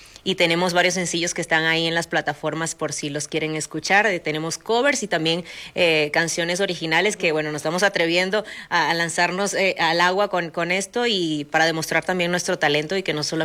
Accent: Venezuela; Yo, por ejemplo, soy venezolana

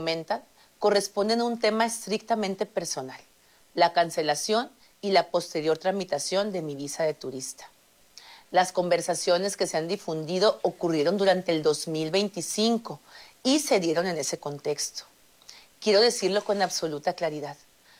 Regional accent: Mexico; Como mujer mexicana y como gobernadora, siempre defenderé nuestra soberanía, mi compromiso con nuestro gran país no admite dudas.

